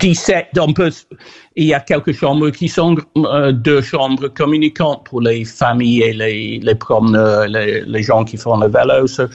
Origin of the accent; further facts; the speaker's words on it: England, United Kingdom; French is a second language; now in Audierne, France; je suis anglais d'origine, mais j'ai pris la nationalité française. Je suis un de ces immigrants.